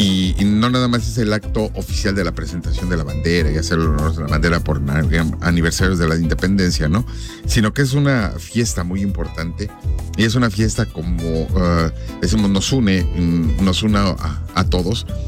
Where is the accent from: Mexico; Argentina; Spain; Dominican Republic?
Mexico; now in Omaha, United States; lo que tenemos como mexicanos